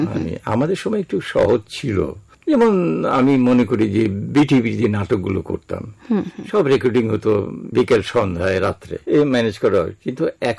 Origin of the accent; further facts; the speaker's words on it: Faridpur, Dhaka Division, Bangladesh; moved away as an adult; আমার বেড়ে ওঠা ফরিদপুরে, ওখানে আমার জন্ম এবং আমার স্কুল কলেজ ইন্টারমিডিয়েট পর্যন্ত